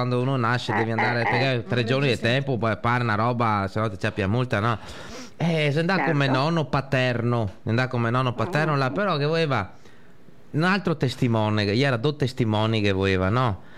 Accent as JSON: {"language": "Italian", "town": "Padua", "region": "Veneto", "country": "Italy", "tie": "born there", "said": "mi sono nato a Padova. Il certificato di nascita in piazza Capitagnato mi sono depositato là, sì."}